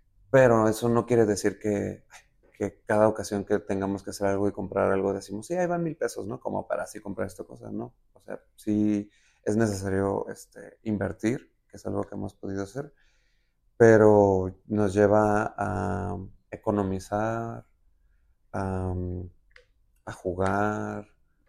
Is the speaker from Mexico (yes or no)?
yes; Tijuana, Baja California, Mexico; now in Guadalajara, Mexico; yo soy de Tijuana